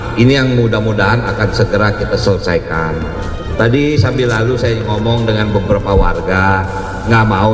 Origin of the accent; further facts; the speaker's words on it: Jakarta, Indonesia; born there; saya lahir di Kemayoran di Kepu. Ari-ari saya juga saya tanam di Kemayoran.